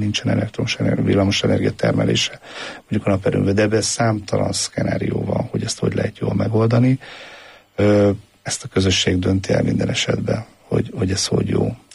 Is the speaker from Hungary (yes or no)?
yes; Hungary; mert ugye szintén magyarok vagyunk